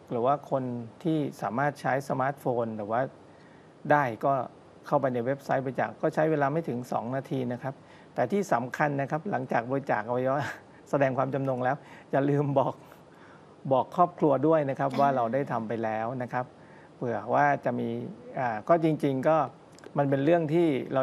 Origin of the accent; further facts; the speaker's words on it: Nakhon Si Thammarat, Thailand; born there; ผมภูมิใจที่เป็นคนนครศรีธรรมราชได้เกิดมาอยู่ในบ้านครับ